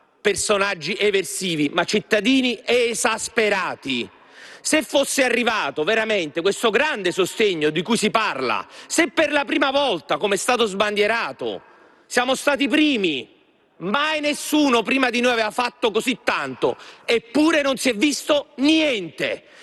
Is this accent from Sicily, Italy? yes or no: yes; Sicily, Italy; certamente non ai siciliani, perché io sto sempre dalla parte del sud, non ho mai tradito la mia terra